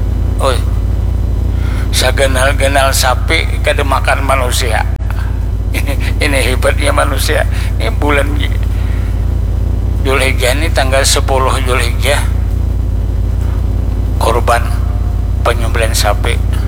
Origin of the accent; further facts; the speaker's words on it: South Kalimantan, Indonesia; Ya bahasa kita orang Banjar, paharatnya tupang dah.